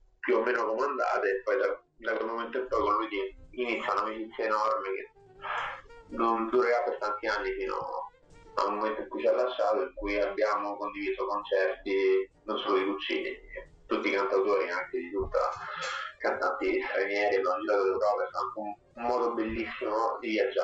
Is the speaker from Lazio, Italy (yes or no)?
yes; Rome, Lazio, Italy; born there; almeno a Roma, non so se anche in altre città era così, ma negli anni 90 gli scout erano un miscuglio